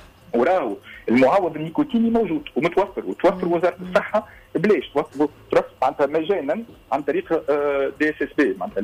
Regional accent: Tunisia; انا تونسي

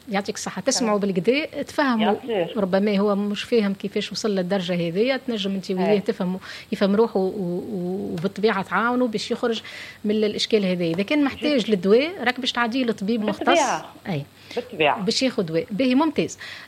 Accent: Tunisia; عندنا في تونس

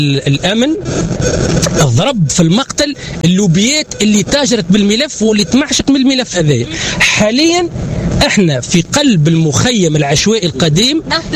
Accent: El Amra, Sfax Governorate, Tunisia; انا ما نجمش مواطن من العامره ما نجمش نتكلم على معتمديه خارج العامره ولا خارج ولايه صفاقس

